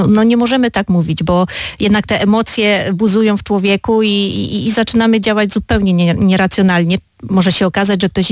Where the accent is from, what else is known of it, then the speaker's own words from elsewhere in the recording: Subcarpathian Voivodeship, Poland; Miałam kilka miejscowości z Podkarpacia, właśnie z tam, skąd pochodzę, ale jakoś tak teraz mi daleko do tamtych rejonów.